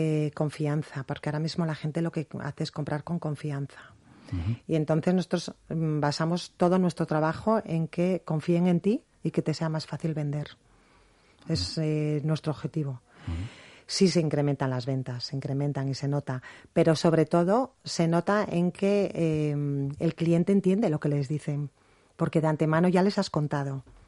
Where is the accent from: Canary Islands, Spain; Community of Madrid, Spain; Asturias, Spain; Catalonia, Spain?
Asturias, Spain; yo antes te comenté que soy asturiana